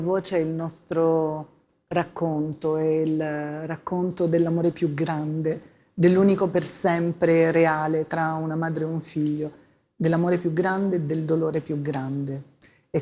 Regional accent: Basilicata, Italy; della mia terra, della Basilicata

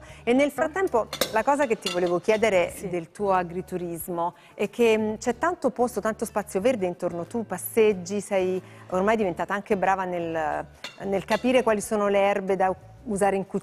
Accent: Campania, Italy; Noi il sud lo promuoviamo moltissimo in questa trasmissione perché io sono campana e va bene

